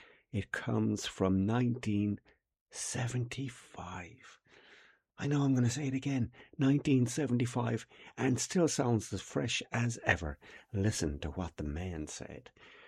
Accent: Limerick, Munster, Ireland; we're heading to my hometown of Limerick

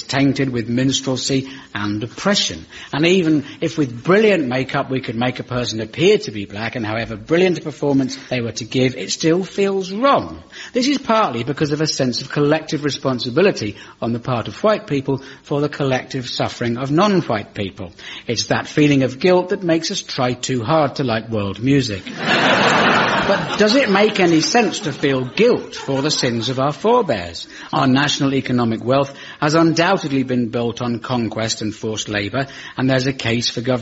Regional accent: United Kingdom

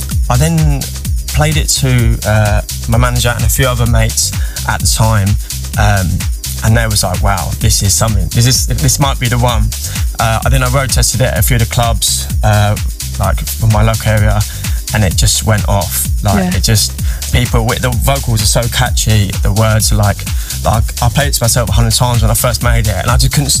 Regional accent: Maidstone, South East England, United Kingdom; I'm from Maidstone.

